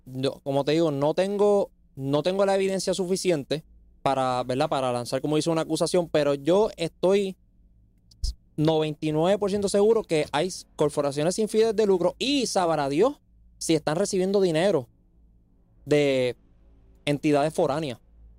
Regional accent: Puerto Rico

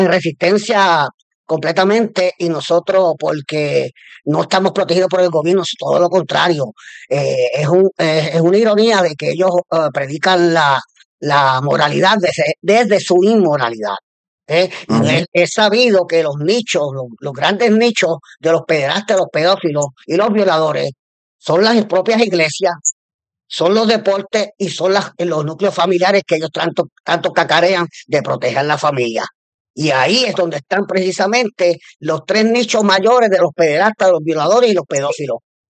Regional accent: Puerto Rico; nosotros tenemos derecho como puertorriqueños, puertorriqueñas y puertorriqueñas, estar en las calles de nuestra patria seguros, seguros.

